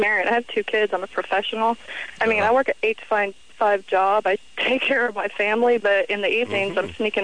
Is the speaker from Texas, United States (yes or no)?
yes; Texas, United States; I grew up in Texas.